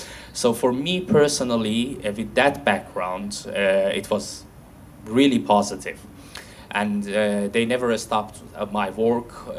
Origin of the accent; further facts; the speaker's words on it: Iran; moved away; back in my country, I'm from Iran